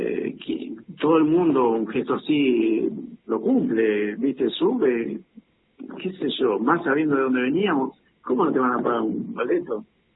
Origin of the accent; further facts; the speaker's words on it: Corral de Bustos, Córdoba, Argentina; llegué el 7 de julio yo a Corral de Busto